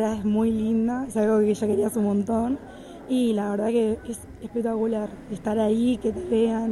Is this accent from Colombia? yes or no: no; Lanús, Buenos Aires Province, Argentina; Sí, soy de Lanús.